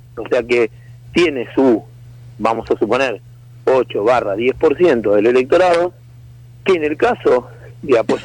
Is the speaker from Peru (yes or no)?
no; Argentina